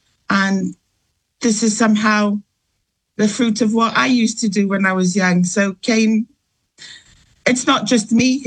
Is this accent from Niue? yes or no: yes; Niue; now in Wales, United Kingdom; I am quite proud and I am quite happy that I've made my life here now with my children in Wales. Growing up in Niue, it is a different story to how it is over here now.